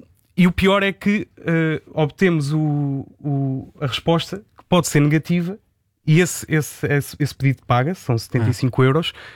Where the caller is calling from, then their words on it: Leiria District, Centro, Portugal; Eu vivo perto da Nazaré. Sou do distrito de Leiria, sim.